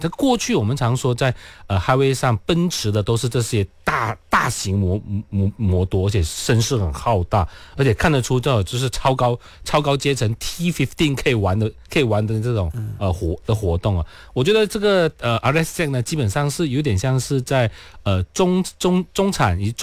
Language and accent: Chinese; Malaysia; 我们马来西亚人特别喜欢这种就是破世界纪录